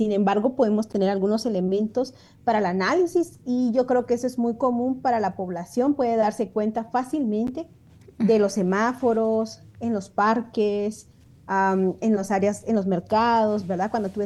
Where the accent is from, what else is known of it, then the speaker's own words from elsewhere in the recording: Guatemala; como si fuera parte de lo que vemos cotidianamente como guatemaltecas y guatemaltecos